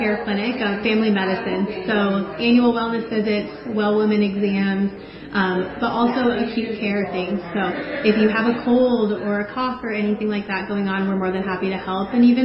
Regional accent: Eustis, Nebraska, United States; Originally, I'm from Eustis, Nebraska, and the reason that I got into healthcare was rural healthcare

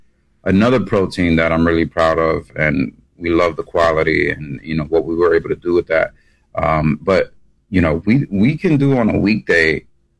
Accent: New York, United States; Well, I feel like I'm from New York.

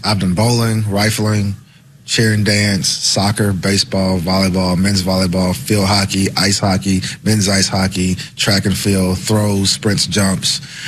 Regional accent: the South, United States; moved away as an adult; now in Nebraska, United States; I'm from the South, too. Like, you got to think, like, I've grown up in the South my entire life.

